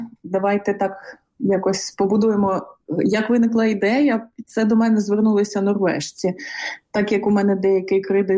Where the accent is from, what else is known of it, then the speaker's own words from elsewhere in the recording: Donbas, Ukraine; моя місія – це розповідати про регіони, звідки я родом, і про Донбас в цілому